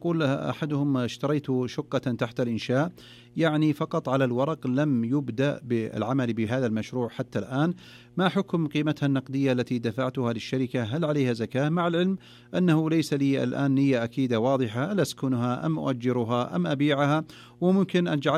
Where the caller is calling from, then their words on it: Riyadh, Riyadh Province, Saudi Arabia; من الرياض